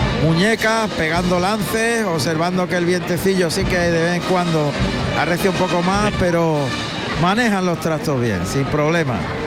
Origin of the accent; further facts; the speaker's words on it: Spain; Claro que sí, hombre, somos españoles.